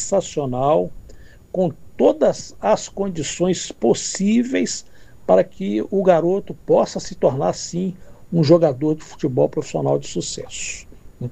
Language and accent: Portuguese; Belo Horizonte, Minas Gerais, Brazil; moved away as an adult; now in Salvador, Brazil; Não sou baiano, sou mineiro de Belo Horizonte, mas depois que eu parei de jogar futebol profissionalmente, escolhi Salvador para poder morar.